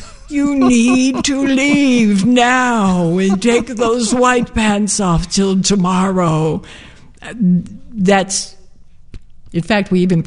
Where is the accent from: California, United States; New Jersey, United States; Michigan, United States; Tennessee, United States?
Tennessee, United States; born there; And this was in a small town in Tennessee where they just literally pulled out all the stops on Labor Day